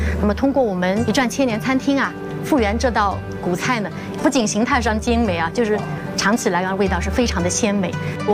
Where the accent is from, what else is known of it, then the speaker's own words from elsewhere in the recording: China; 作为土生土长的太湖边的人啊